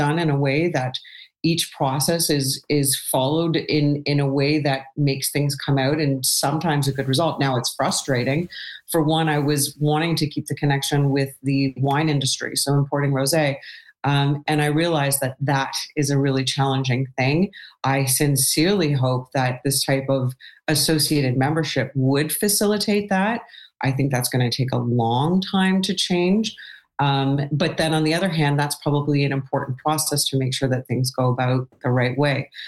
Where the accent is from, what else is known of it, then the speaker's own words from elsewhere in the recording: Toronto, Ontario, Canada; moved away as an adult; also born or lived in Marseille, France; But I spoke French and I was from Toronto.